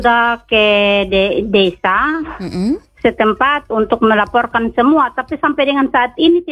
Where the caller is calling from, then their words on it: East Nusa Tenggara, Indonesia; Saya dari asal dari OESAO, Desa ya. Pugdale.